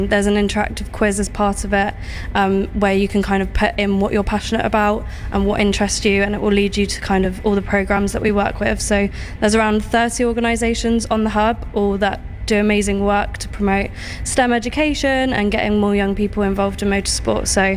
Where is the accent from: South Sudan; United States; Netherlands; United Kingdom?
United Kingdom; South West England; I grew up in Cornwall, so as you can imagine, there's probably not much motorsport down there.